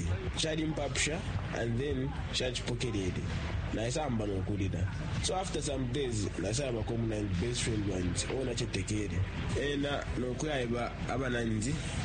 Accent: Ndola, Copperbelt, Zambia; I'm 22 years old. I'm born and bred in Indola, raised by a single mother.

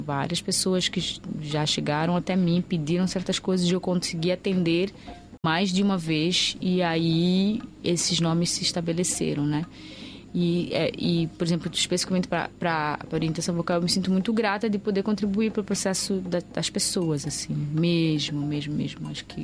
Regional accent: Mozambique; acho que eu sou muito moçambicana nesse sentido, assim.

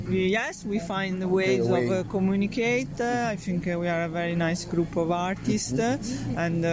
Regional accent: Bologna, Emilia-Romagna, Italy; I'm Italian. I'm from Bologna.

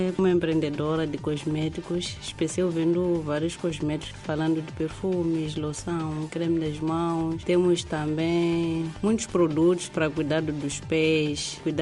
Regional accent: Manjacaze, Gaza, Mozambique; Sou natural de Manjacaze.

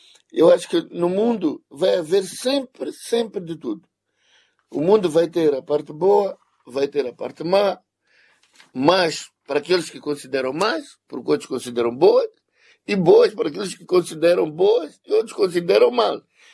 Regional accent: Mozambique; É por isso que somos moçambicanos.

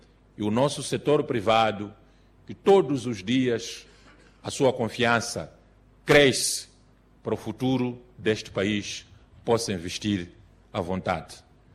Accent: Mozambique; nós, como moçambicanos, produzimos mais que o suficiente

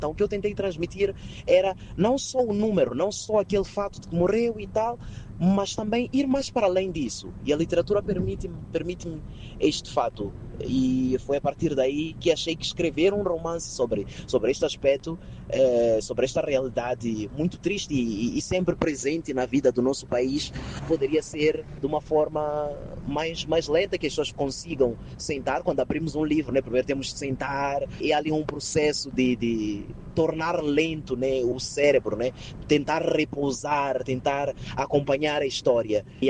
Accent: Mozambique

